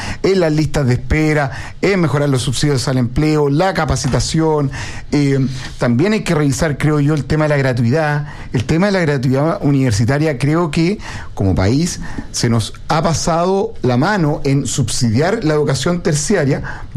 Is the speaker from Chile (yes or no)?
yes; Chile; Entonces, es ahí donde tenemos como chilenos, que obviamente liderado por el Ejecutivo, ir revisando aquellas partidas que están mal gastadas.